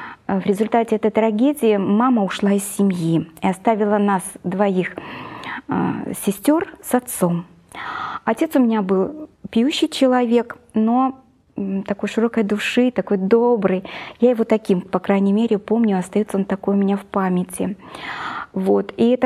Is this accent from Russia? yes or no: no; Ust-Kamenogorsk, East Kazakhstan Region, Kazakhstan; В городе Усть-Каменогорске, откуда я приехала, вы сказали, из Казахстана, стали открываться частные радиокомпании, телерадиокомпании.